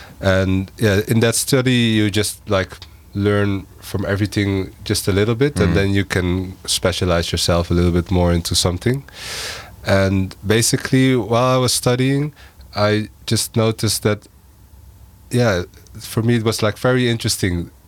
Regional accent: Utrecht, Netherlands; I'm from Utrecht.

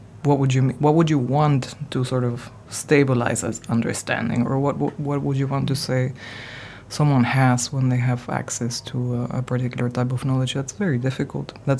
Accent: Argentina; now in Rotterdam, Netherlands; growing up in Argentina, everyone is exposed to Borges, the writer, in one way or another

